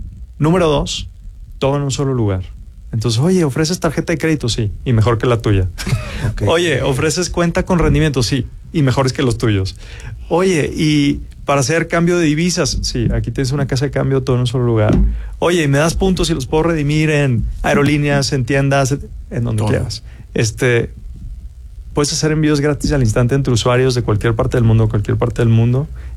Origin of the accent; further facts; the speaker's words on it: Mexico; como mexicano, me da mucho orgullo